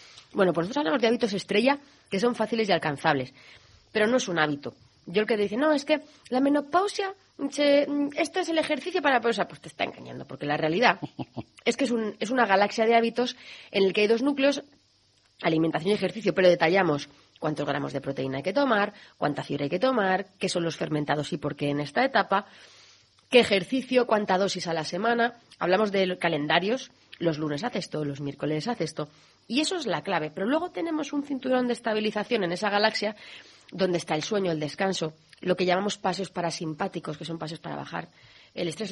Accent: Cuenca, Castilla-La Mancha, Spain; aunque soy de Cuenca

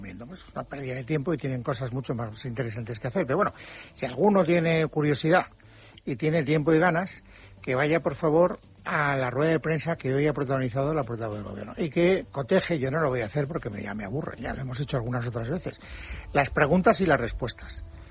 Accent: Valencian Community, Spain; Soy valenciano.

